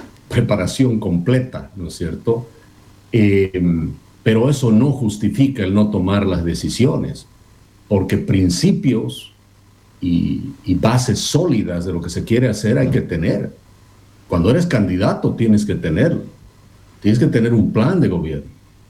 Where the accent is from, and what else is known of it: Bolivia